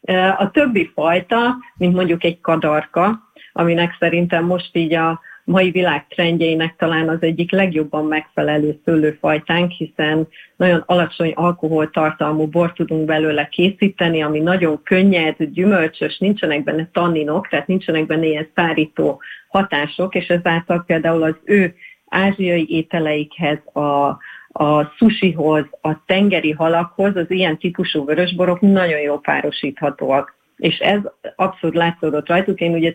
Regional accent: Hungary; moved away as an adult; also born or lived in Scotland; 2008-ban, amikor magyarként, nőként kikerültem Skóciába, a világ vezető szállodáinak egyikébe

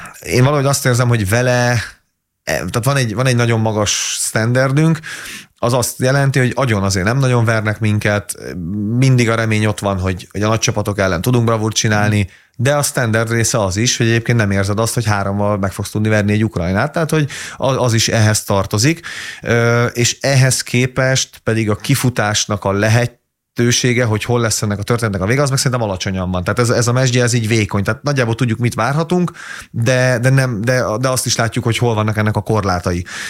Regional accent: Hungary

